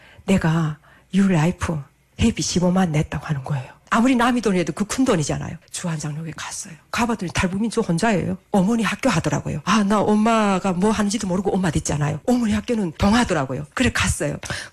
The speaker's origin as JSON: {"language": "Korean", "country": "North Korea", "lives_now": "South Korea", "said": "아 그래서 내가 나는 북한에서 왔다고 이랬어요."}